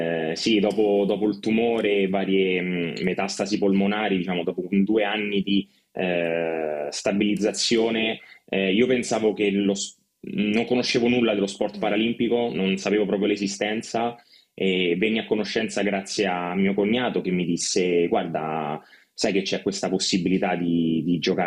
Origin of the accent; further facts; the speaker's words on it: Rome, Lazio, Italy; io sono di Roma, sono nato a Roma, cresciuto a Roma